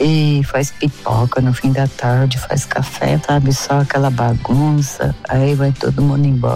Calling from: São Paulo, Brazil; Eu falo aqui de Taipas.

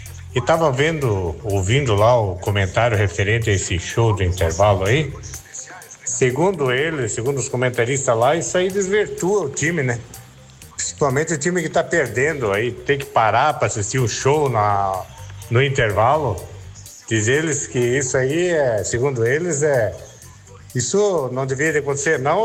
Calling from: Brazil; aqui de Xerede.

